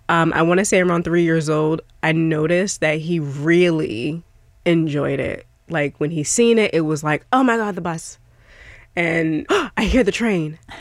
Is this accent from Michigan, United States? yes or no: no; Boston, Massachusetts, United States; So I grew up in Boston, and I actually did not start driving until my mid-20s.